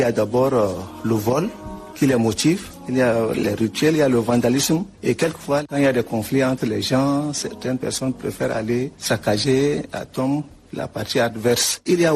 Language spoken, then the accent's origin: French; Chad; Sur le plan juridique, chez nous au Tchad, comme ailleurs, c'est un délit